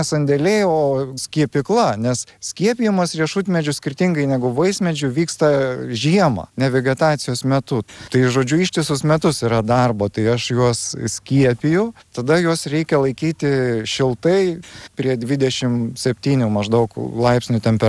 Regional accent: Širvintos, Vilnius County, Lithuania; moved away; also born or lived in Molėtai; aš augau nedideliam miestelį Širvintose, ten buvo sodas

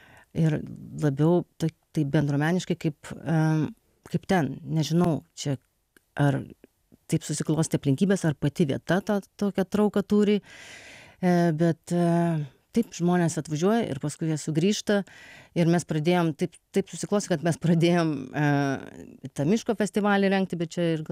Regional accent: Anykščiai, Utena County, Lithuania; moved away as an adult; Aš augau Anykščiuose.

